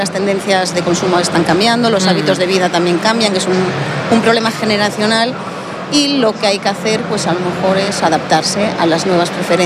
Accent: Galicia, Spain; yo soy de la Ría de Vigo.

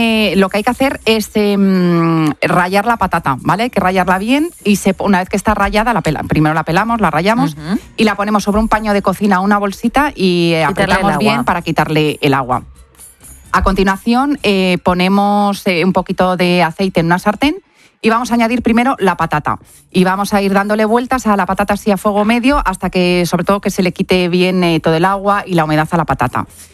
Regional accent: Cuenca, Castilla-La Mancha, Spain; le voy a meter un queso manchego mío de mi tierra, de Cuenca.

